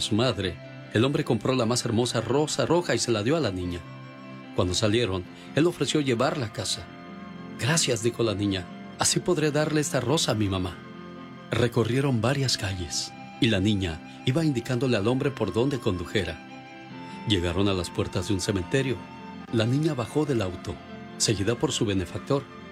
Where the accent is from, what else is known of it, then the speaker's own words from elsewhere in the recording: Huasca de Ocampo, Hidalgo, Mexico; moved away; Un día salí de Huasca de Ocampo, Hidalgo, pero Huasca de Ocampo, Hidalgo nunca salió de mí.